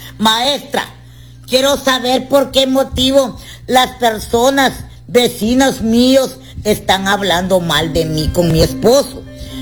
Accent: Catemaco, Veracruz, Mexico; Yo no soy de Guatemala, yo soy de Catemaco, Veracruz, México, tierra de brujos

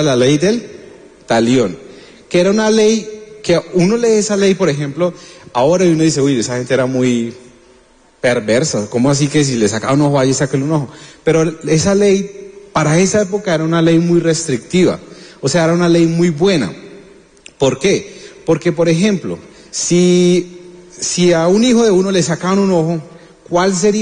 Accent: Colombia

